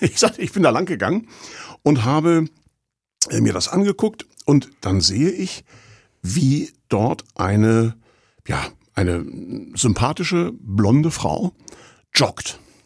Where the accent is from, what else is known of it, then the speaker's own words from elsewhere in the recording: Rostock, Mecklenburg-Vorpommern, Germany; ich bin in Rostock ja geboren und habe hier meine Jugend verbracht und habe hier studiert, habe hier geheiratet. Also ich bin aus Rostock.